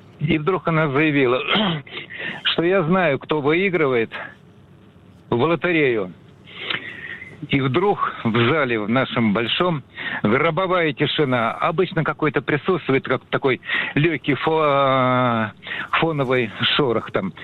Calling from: Moscow, Russia; Я из Москвы, всем привет.

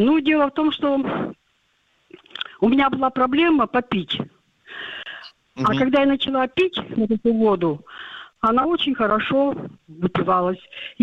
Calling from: Chelyabinsk, Chelyabinsk Oblast, Russia; Я из Челябинска.

